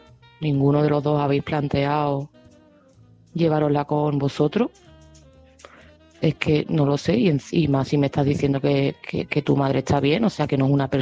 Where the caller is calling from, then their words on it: Seville, Andalusia, Spain; de Sevilla